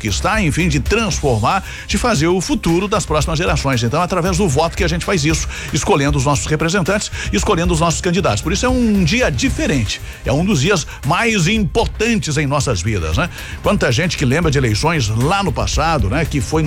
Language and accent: Portuguese; Brazil; A nossa consciência política como brasileiro